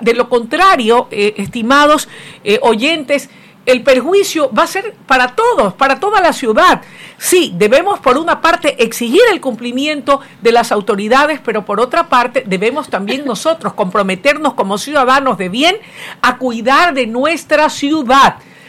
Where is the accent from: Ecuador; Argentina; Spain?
Ecuador; Guayaquil, Guayas; como guayaquileños, estamos en la capacidad de exigir y de demandar de nuestras autoridades